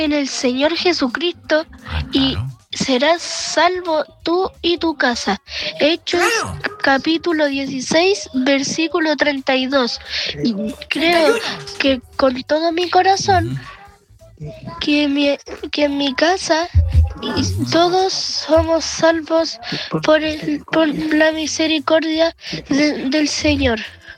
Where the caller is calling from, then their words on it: Buin, Santiago Metropolitan Region, Chile